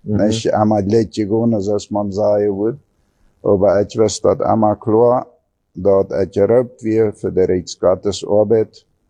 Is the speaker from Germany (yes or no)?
no; Fernheim, Boquerón, Paraguay; Ja, ich komme aus dem Chaco, aus Familie, ja. Als ich in Männer geboren, nach 2 Jahren trage ich meine Eltern mal in Fernheim, also in Fernheim abgewachsen.